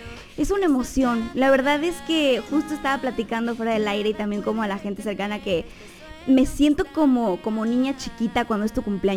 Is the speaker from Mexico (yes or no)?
yes; Mexico; como mexicana, me siento muy agradecida